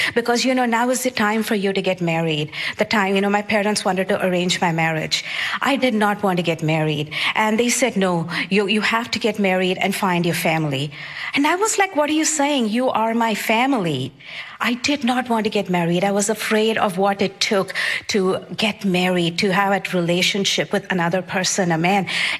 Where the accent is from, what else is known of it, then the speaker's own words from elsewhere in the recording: India; moved away as an adult; now in New York City, United States; I was born and raised in India.